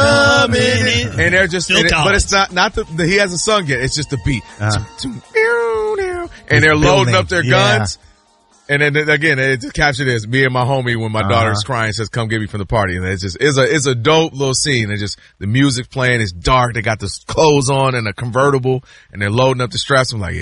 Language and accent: English; Ann Arbor, Michigan, United States; So growing up, and I grew up in Ann Arbor, Michigan, and a lot of the teams you would play will be a great mixture.